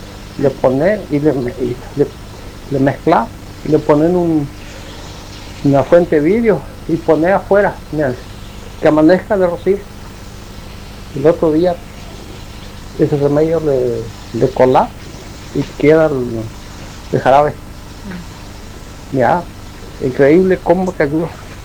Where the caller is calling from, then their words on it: Argentina; como argentino